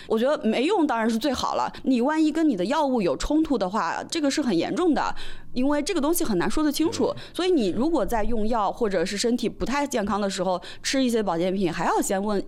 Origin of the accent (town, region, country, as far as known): China